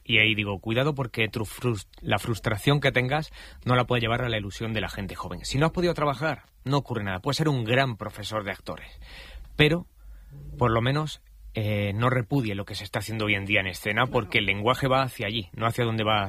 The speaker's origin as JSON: {"language": "Spanish", "town": "Granada", "region": "Andalusia", "country": "Spain", "said": "Yo soy granadino, claro."}